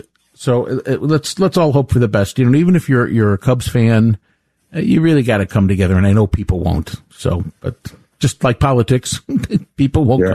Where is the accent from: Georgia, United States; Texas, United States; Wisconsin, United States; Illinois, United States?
Illinois, United States; Chicago; I'm a Chicago fan. You know, we're from Chicago.